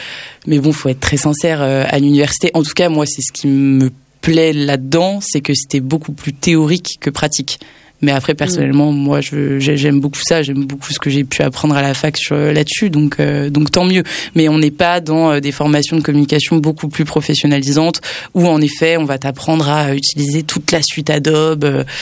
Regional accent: Nantes, Pays de la Loire, France; Je viens de Nantes. C'était pas très loin de chez moi. Rennes.

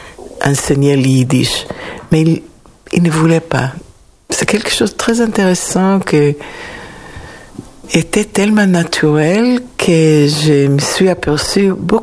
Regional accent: Tel Aviv, Tel Aviv District, Israel; first language Hebrew; French is a second language; also born or lived in a kibbutz in Israel; Je suis née en Israël, dans une petite ville, et mes parents habitaient à cette époque dans un kibboutz. Ils n'étaient pas membres de kibboutz, ils étaient professeurs, et j'ai grandi là-bas.

